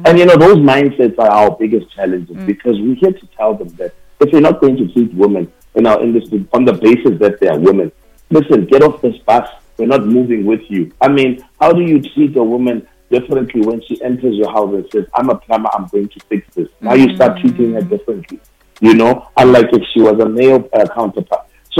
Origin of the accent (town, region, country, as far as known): South Africa